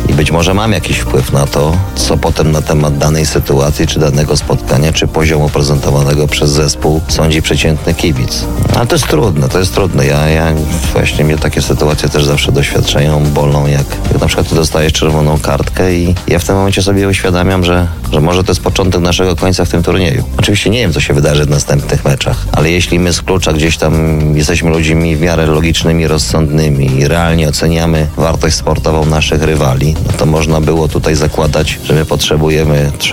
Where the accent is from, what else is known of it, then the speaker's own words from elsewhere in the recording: Dębica, Subcarpathian Voivodeship, Poland; bo ja jestem z Dębicy, gdzie mieliśmy wielkich mistrzów w zapasach, mistrzów olimpijskich, mistrzów świata, mistrzów Europy, tak, byliśmy też mistrzami Polski w boksie.